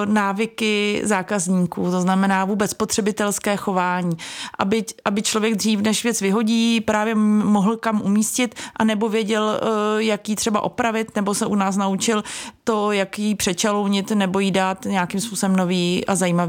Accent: České Budějovice, South Bohemian Region, Czechia; najednou mi přišlo zajímavější budovat nebo přinést do Českých Budějovic, což je moje rodné město, službu nebo nabídku věcí

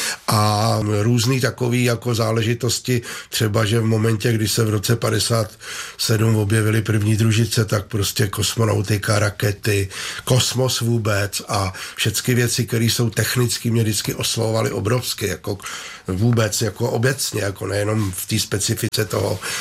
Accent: Prague, Czechia; my jsme bydleli ve Střešovicích, já jsem rodilej Pražák

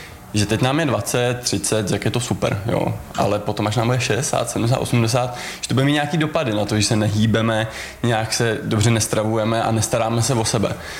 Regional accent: Hradec Králové, Hradec Králové Region, Czechia; jsem vlastně z Hradce, jak jsem tady říkal, tak jsem začal tady v Hradeckém Sokole s atletikou jako malej

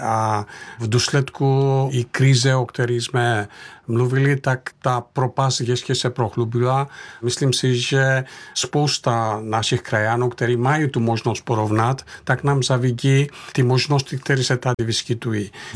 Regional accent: Thessaly, Greece; moved away; když jsem odcházel z Měchom města, který se nachází uprostřed nejúrodnější oblasti Řecka, je to region Tesálie, tak to město mělo přes 6 000 obyvatel.

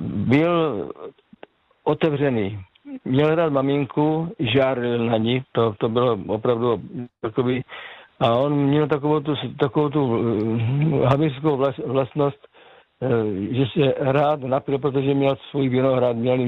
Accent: Žeravice, Zlín Region, Czechia; also born or lived in Kyjov; Já pocházím z Moravskoslovácka, to jsem už několikrát říkal, z městečka Žeravice se to jmenuje, mezi Kyjovem a Vzencem. Kyjově jsem se narodil

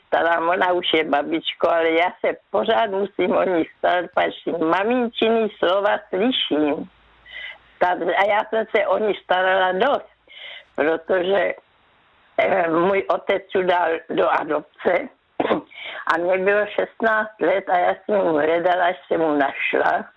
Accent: Brno, South Moravian Region, Czechia; Klidně, já jsem byla z Brna

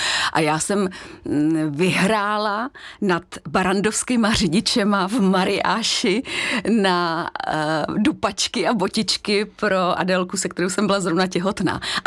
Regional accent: Kladno, Central Bohemian Region, Czechia; Komunisti zapomněli na náš velký byt v Kladně, já jsem z Kladna.

